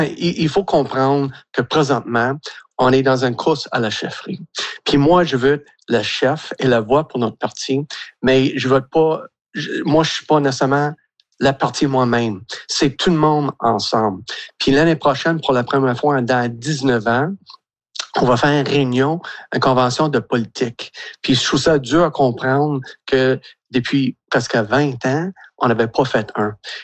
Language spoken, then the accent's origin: French; Petit-Cadillac, Quebec, Canada; now in Mascouche, Canada; moi, je suis natif de Petit-Cadillac, puis même dans les années 70-80, un petit village de 15-5 personnes